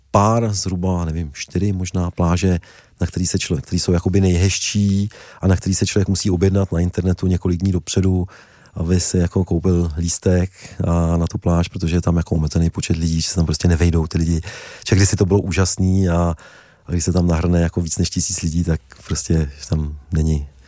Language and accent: Czech; Bohemia, Czechia; also born or lived in Ireland; já jsem z Čech, jako zvyklý na to, že jsou všude turistické cesty.